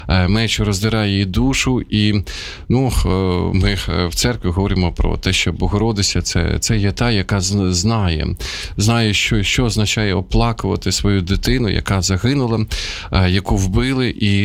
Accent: Sumy, Sumy Oblast, Ukraine; now in Kyiv, Ukraine; тут, в Києві, в моїх рідних Сумах

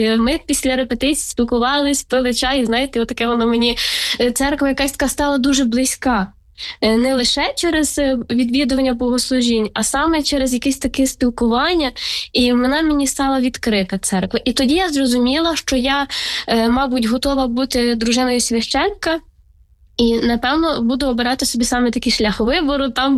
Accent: Khmelnytskyi Oblast, Ukraine; я з Хмельниччини родом

